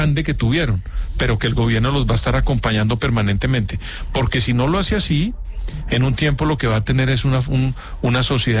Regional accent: Colombia

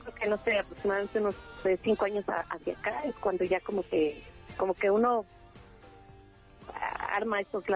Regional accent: Toluca, State of Mexico, Mexico; now in Nicolás Romero, Mexico; Yo crecí en Toluca, Estado de México

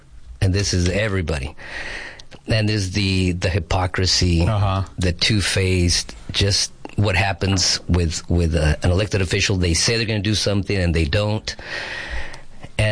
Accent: Imperial, California, United States; moved away as an adult; also born or lived in Calexico, California / El Centro, California; now in San Luis, United States; I grew up in Imperial Valley. I graduated from Imperial High School, 1984. And then I came to Arizona, to San Luis, in 1986.

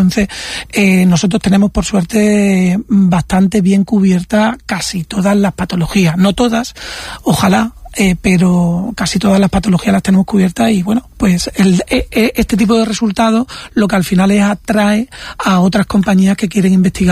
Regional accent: Extremadura, Spain; also born or lived in Córdoba; now in Málaga, Spain; Bueno, yo soy extremeño, realmente.

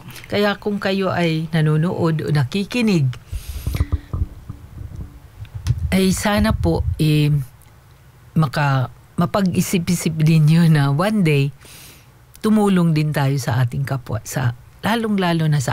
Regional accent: Eastern Visayas, Philippines; moved away; sa probinsya namin, doon sa Samar

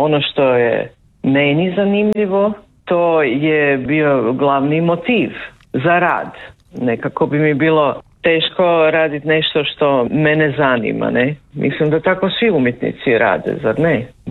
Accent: Slovenia; moved away; jer sam odrasla u Sloveniji.

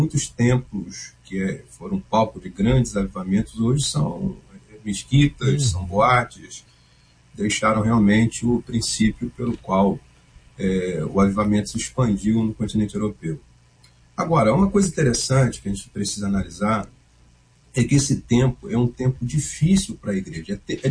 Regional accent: Rio de Janeiro, Brazil; moved away; eu sou oriundo de Santa Cruz, aí do Rio de Janeiro, né?

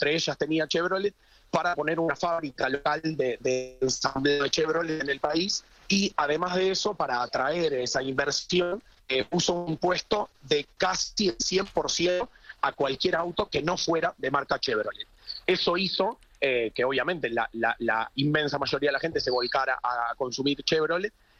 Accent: Uruguay; y yo que soy uruguayo, un país muy futbolero, también el Mundial se vive mucho en la calle.

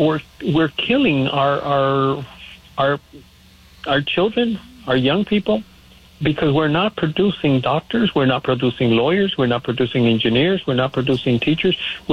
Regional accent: Hawthorne, California, United States; Because I grew up in the South Bay. I grew up in Hawthorne.

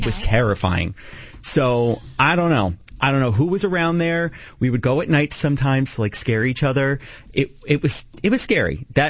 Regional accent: Marlboro, New Jersey, United States; So I grew up in Marlboro, New Jersey

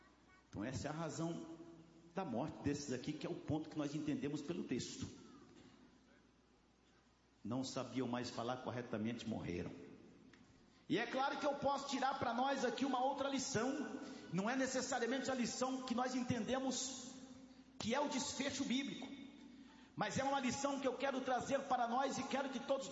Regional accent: São Paulo, Brazil; accent: paulistano; Vem aqui no, na capital paulista, é aquele Rzinho nojento que a gente fala

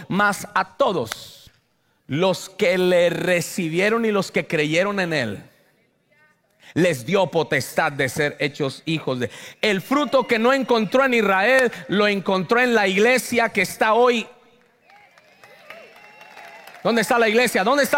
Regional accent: Colombia; moved away; No, mijo, yo vengo de Colombia

